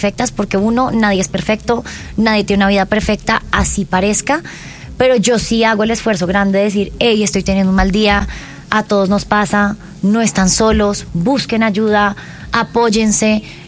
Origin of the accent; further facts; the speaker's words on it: Colombia; todos como colombianos crecimos oyendo